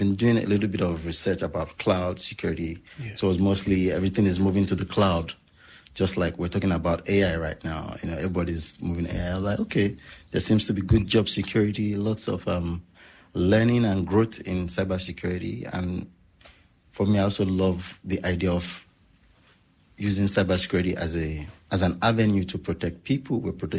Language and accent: English; Nigeria; moved away as an adult; now in New Zealand; I'm originally from Nigeria. I moved to New Zealand 11 years ago. So, New Zealand is home for me now, and I must say I've been blessed, living in this country.